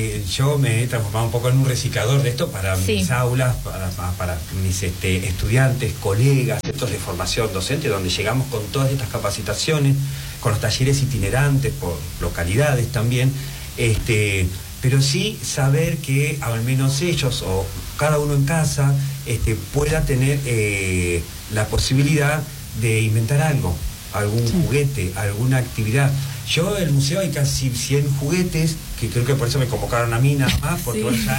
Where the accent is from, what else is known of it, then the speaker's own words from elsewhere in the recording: Patagonia, Argentina; Miren que yo soy muy patagónico y diseñé muchos juguetes, decenas de juguetes para dentro de la casa.